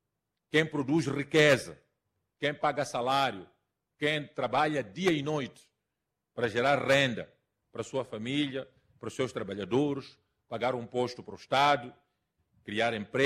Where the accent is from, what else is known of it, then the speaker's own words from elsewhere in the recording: Mozambique; identificar produtos que nós, como moçambicanos, produzimos mais que o suficiente